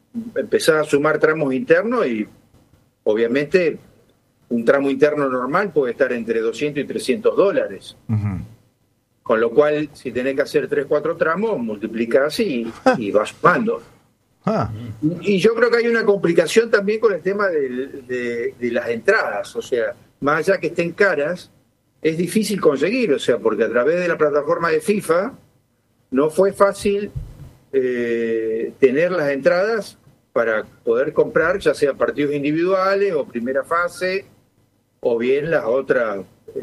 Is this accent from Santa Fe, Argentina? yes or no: yes; Rosario, Santa Fe, Argentina; now in Santa Fe, Argentina; Hace 28 años que me vine de Rosario a Santa Fe y bueno, la seguimos peleando.